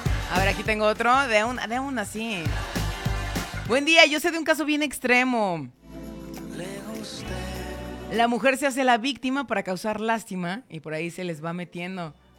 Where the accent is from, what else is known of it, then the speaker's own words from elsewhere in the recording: Guadalajara, Jalisco, Mexico; Yo soy de Guadalajara, posdata, yo soy de Guadalajara y me vine a vivir acá también por él